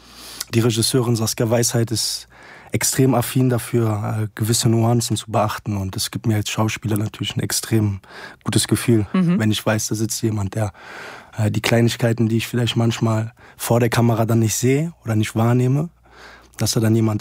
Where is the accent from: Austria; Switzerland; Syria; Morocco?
Morocco; Settat, Casablanca-Settat; moved away; Ich fühle mich mit beiden Ländern sehr, sehr verbunden und bin in Marokko geboren, in Settat. Das ist 40 Kilometer von Casablanca, das sagt wahrscheinlich den anderen eher was. Casablanca.